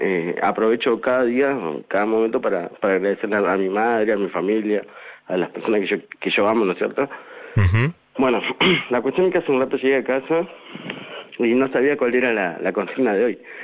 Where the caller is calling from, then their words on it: Paraná, Entre Ríos, Argentina; Yo soy de Paraná